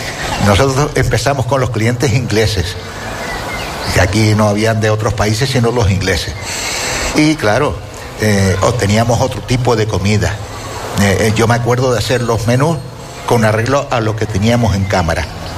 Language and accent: Spanish; Canary Islands, Spain; born there; Pero, hombre, yo soy nacido en Gran Canaria.